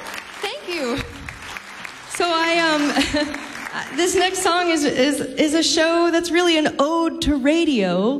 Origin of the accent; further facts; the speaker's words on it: New Jersey, United States; I know my bio says I am a Massachusetts girl, but I'm actually from New Jersey.